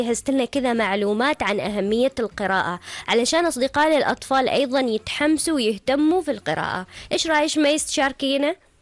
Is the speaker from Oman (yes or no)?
yes; Oman; إذا ما تكلمنا عن الرطب ما نكون عمانيين.